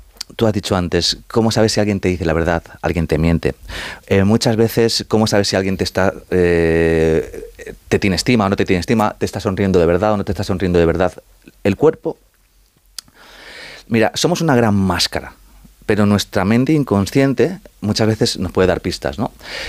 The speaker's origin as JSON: {"language": "Spanish", "town": "Madrid", "region": "Community of Madrid", "country": "Spain", "said": "soy madrileño, sí, y mis padres son argentinos"}